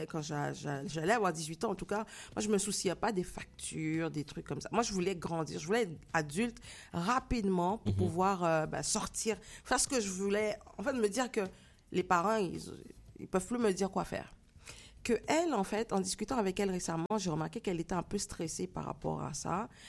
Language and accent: French; Guadeloupe; moved away as an adult; now in Quebec, Canada; moi, ben, je viens de la Caraïbe. Et forcément, quand tu dis que tu viens de la Caraïbe et que tu as envie de faire de la musique, surtout quand tu as grandi en Guadeloupe